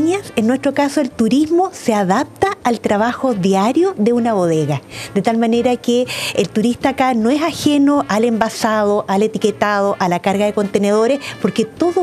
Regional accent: Placilla, O'Higgins, Chile; si bien no nací en Placilla, la verdad toda mi vida, desde los 4 años, transcurrió claro, en Placilla, en la bodega, en el campo.

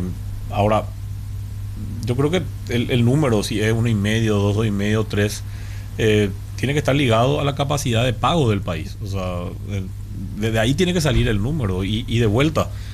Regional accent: Paraguay

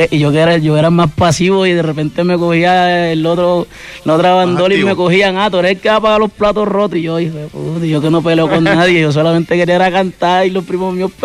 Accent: Santa Rosa de Lima, Bolívar, Colombia; son más que todo locales allá en mi pueblo, porque yo soy de un pueblo.

